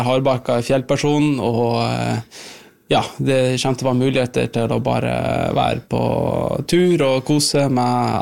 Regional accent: Nordland, Norway; Ja da, jeg er fra Helgeland.

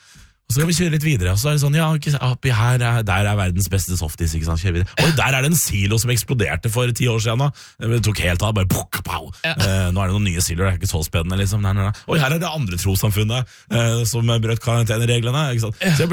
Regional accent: Sarpsborg, Østfold, Norway; jeg har da vært hjemme i Sarpsborg i min sommerferie

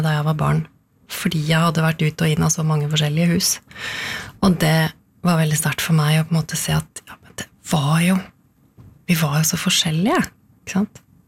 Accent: Koppang, Innlandet, Norway; Ja, jeg har vokst opp på Koppang i Stor-Elvdal kommune. Og det ligger midt mellom, hva skal jeg si da? Midt mellom Elverum og Tynset, i Midt-Østerdalen. Der Glomma renner gjennom

